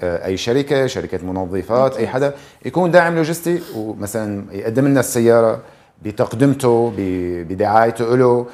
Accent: Syria; نحن جيناتنا رب العالمين ميزنا نحن كسوريين

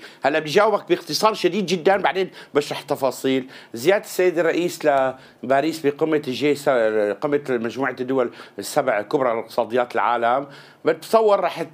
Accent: Syria; ولكن شركة أجنبية حتى لو أنا كمواطن سوري مهندس لما فني عم بشتغل مع شركة أجنبية

